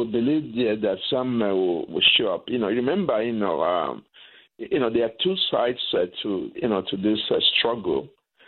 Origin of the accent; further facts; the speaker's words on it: Nigeria; moved away; I come from Nigeria, that used to be called the Slave Coast.